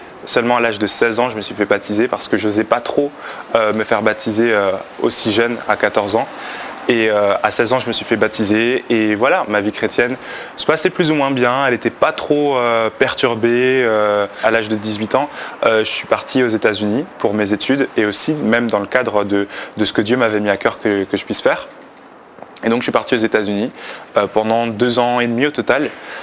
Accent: Belgium; Donc j'ai grandi en Belgique du coup, j'ai eu une enfance assez normale avec ma famille qui est chrétienne et donc tous les dimanches on allait à l'église

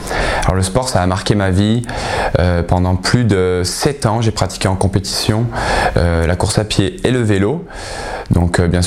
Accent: Oyonnax, Auvergne-Rhône-Alpes, France; j'ai 22 ans, je suis originaire de Oyonnax dans le département de l'Ain.

